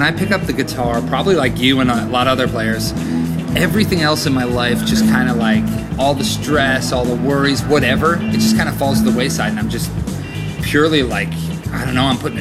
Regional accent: Wisconsin, United States; now in Nashville, United States; But originally, I grew up in Wisconsin. And it was like right near the border of Wisconsin and Illinois.

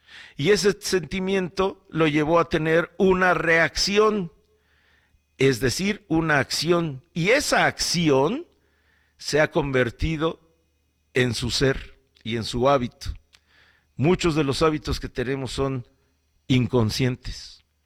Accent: Mexico; la humanidad más cercana que tengo, que somos los mexicanos

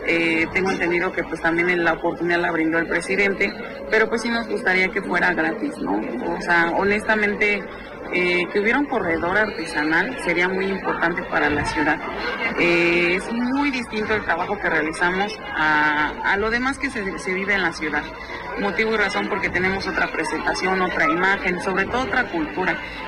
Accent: Tehuacán, Puebla, Mexico; Yo soy de aquí de Tehuacán, soy originaria de Tehuacán, orgullosamente tehuacanera

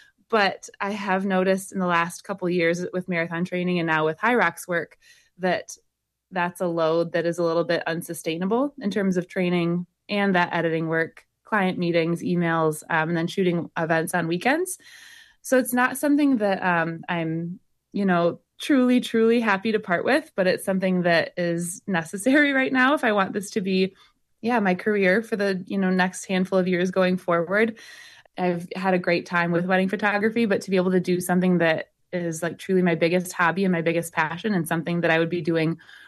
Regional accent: Grand Rapids, Michigan, United States; born or raised there

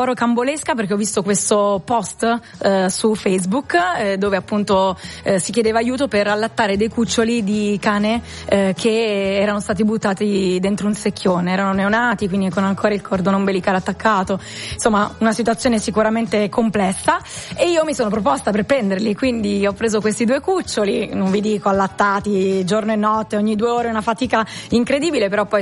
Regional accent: Bologna, Emilia-Romagna, Italy; now in Rome, Italy; Sì, perché io sono nata un pochino più su, sono di Bologna … appunto vivo a Roma ormai da tanti anni

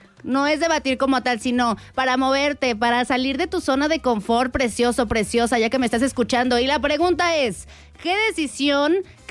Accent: San Juan del Río, Querétaro, Mexico; moved away; yo soy de allá, ya les había dicho en estos días, soy de San Juan del Río, de la mera tierra de las palomas

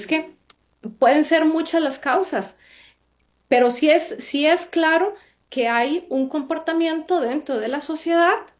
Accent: Costa Rica; los espacios que sí requerimos como sociedad costarricense

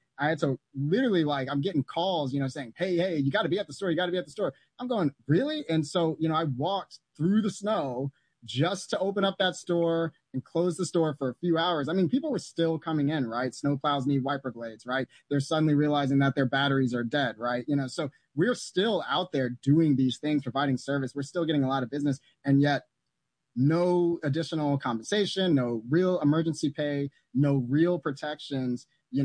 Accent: Atlanta, Georgia, United States; now in White Plains, United States; a snowstorm happened here in White Plains, you know, it's, I'm from Atlanta, so I'm not used to snow.

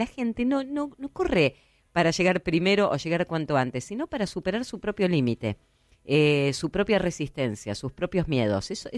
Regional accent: Uruguay; Mirá que yo también soy uruguaya

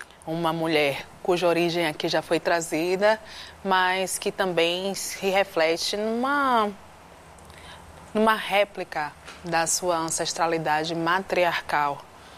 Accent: Salvador, Bahia, Brazil; born or raised there; accent: baiano; moved away as an adult; now in São Paulo, Brazil

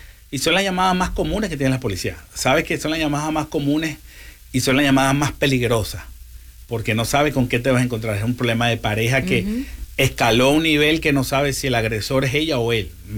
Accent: Venezuela; now in Tampa, United States; Soy de Venezuela, primero que todo.

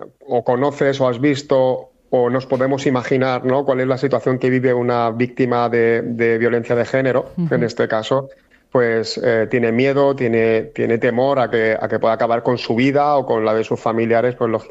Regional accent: Valencian Community, Spain; Soy de cerca de Torrevieja, nosotros residimos cerca de Santa Pola.

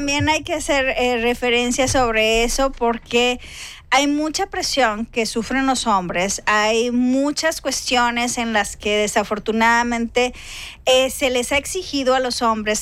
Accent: Mexico; Dejaremos de ser mexicanos.

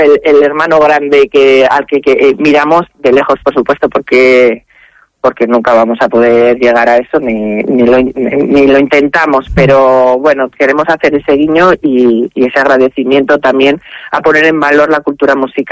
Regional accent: Villangómez, Castile and León, Spain; Yo soy de Villán Gómez de toda la vida

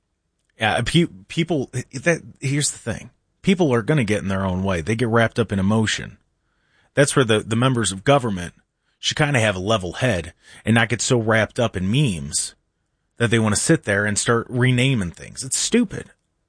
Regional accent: Cleveland, Ohio, United States; But I live in the suburbs now, and I was born and raised in Cleveland.

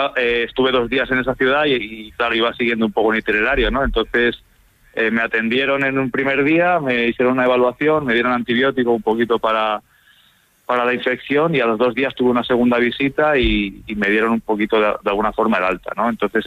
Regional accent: Zamora, Castile and León, Spain; now in Barcelona, Spain

